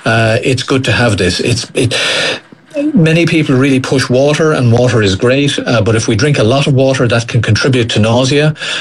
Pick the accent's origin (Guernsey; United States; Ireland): Ireland; And remember, we're largely Irish.